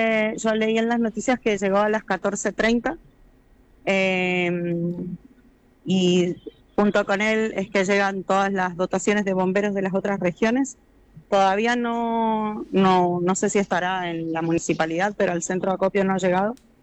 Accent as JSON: {"language": "Spanish", "country": "Argentina", "moved": "as an adult", "lives_now": "Chile", "said": "Han sido semanas difíciles para un argentino acá en Chile."}